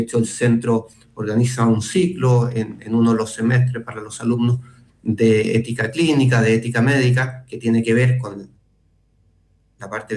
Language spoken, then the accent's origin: Spanish; Chile; somos muchos los chilenos y no todos somos de la misma manera